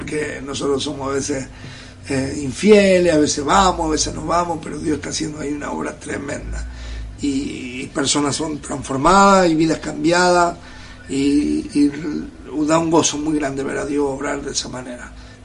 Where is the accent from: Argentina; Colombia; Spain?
Argentina; Buenos Aires; now in Tucumán, Argentina; Soy de Buenos Aires. Necesito volver de vez en cuando.